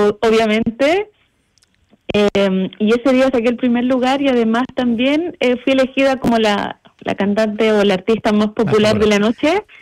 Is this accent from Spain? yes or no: no; Chile; now in Melbourne, Australia; Yo soy chilena